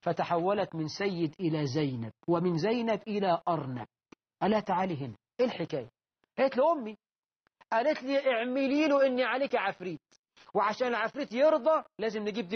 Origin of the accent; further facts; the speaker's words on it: Egypt; أبو الهول مثلا تمثال عندنا في مصر محدش بيعبده